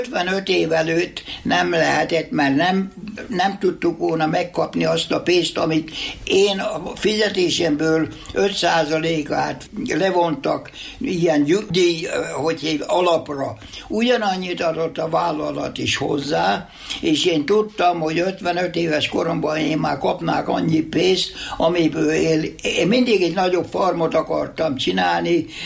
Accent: Australia; én úgy mondom, hogy mi, mert én ausztrál is vagyok, persze.

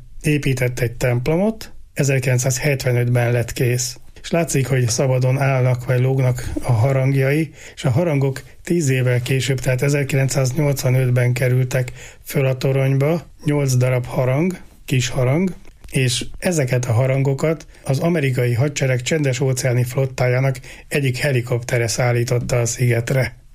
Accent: Hungary; magyarok vagyunk

